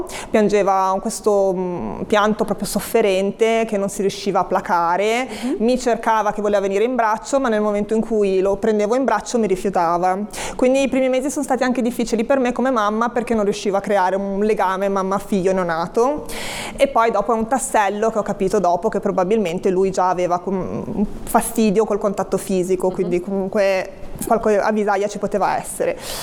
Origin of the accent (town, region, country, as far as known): Genoa, Liguria, Italy